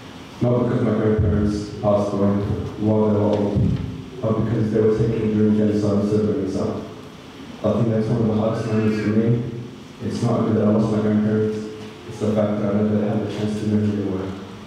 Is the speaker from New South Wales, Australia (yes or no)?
yes; Sydney, New South Wales, Australia; born there